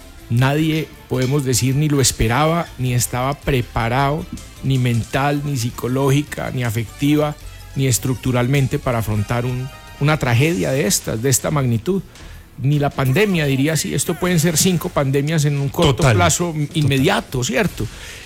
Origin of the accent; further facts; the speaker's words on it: Pereira, Risaralda, Colombia; nosotros que somos de acá de Pereira